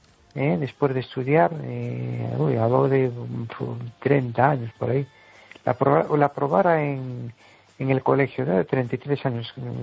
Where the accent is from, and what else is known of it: Amoeiro, Galicia, Spain